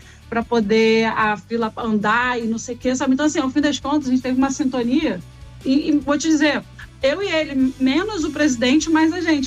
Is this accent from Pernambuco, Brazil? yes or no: no; São Gonçalo, Rio de Janeiro, Brazil; born there; now in Rio de Janeiro, Brazil; Eu nasci em São Gonçalo. Em 2014, vim morar em Botafogo, quando eu passei pro concurso.